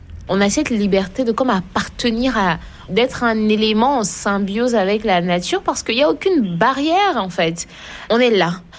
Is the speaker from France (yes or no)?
no; Côte d’Ivoire; Quand je leur dis je viens de Côte d'Ivoire